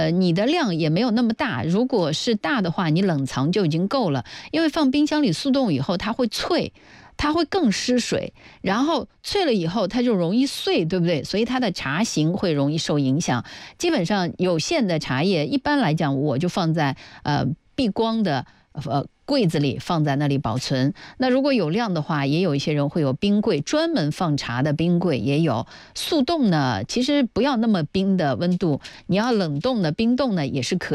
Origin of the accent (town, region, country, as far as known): China